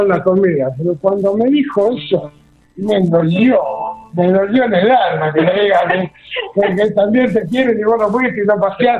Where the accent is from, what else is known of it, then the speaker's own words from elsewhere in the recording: Buenos Aires, Argentina; born there; esto de tener esta sangre tarantina como la que tenemos, somos nacidos en Capital Federal, pero con el chamamé metido en la sangre